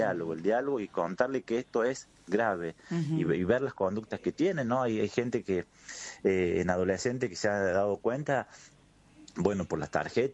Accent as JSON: {"language": "Spanish", "country": "Argentina"}